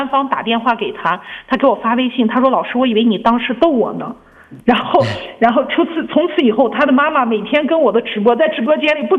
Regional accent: Xinjiang, China; 原来我们新疆自己的孩子要绕两三年弯路才看得明白的

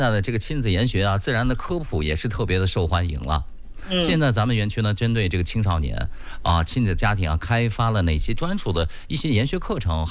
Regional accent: Yinchuan, Ningxia, China; 咱们银川人说这个苗子啊

